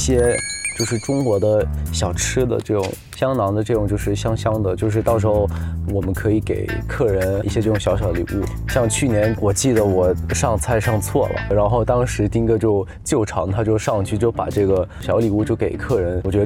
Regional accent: Thailand; 然后今年又来了一下，回到我的家乡泰国。

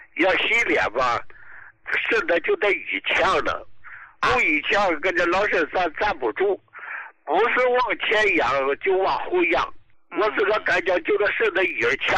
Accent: Dalian, Liaoning, China; 我是大连的哈，就在医大二院的

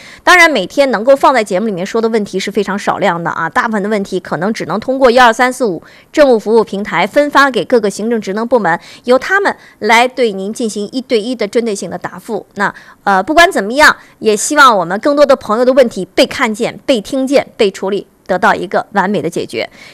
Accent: Xinjiang, China; 我们新疆人也都特别的热情，伸开双臂欢迎八方来客，五湖四海的朋友。

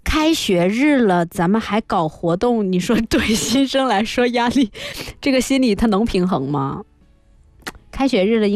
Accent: Guangdong, China

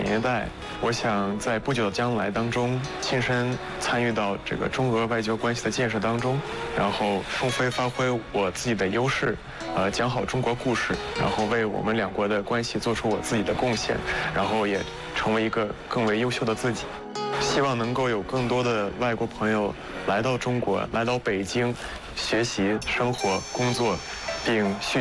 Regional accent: Russia; Chinese is a second language; now in Beijing, China; 中国的市民会非常热情地问我是来自哪里的，然后每当我提起俄罗斯的时候，大家都非常热情

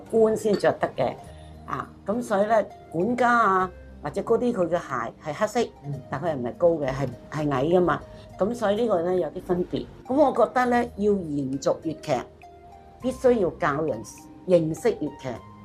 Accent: Macau; 我呢就是澳门土生土长的，但是呢就是我是佛山人

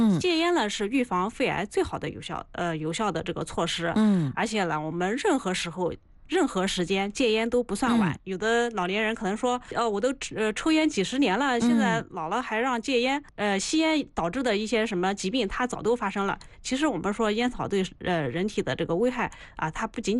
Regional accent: China; 我们中国人

